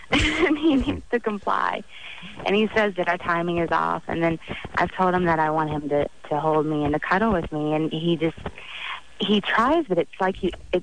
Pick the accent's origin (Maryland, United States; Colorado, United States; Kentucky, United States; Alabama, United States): Alabama, United States; now in Las Vegas, United States; Originally, I'm from Alabama.